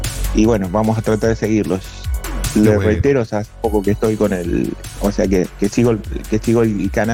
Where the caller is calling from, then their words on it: Argentina; acá en Argentina no muchas no han llegado, pero bueno. Bueno, es lindo, o sea, me encanta, a mí me encanta la música retro y soy de generación X, ya tengo 50 años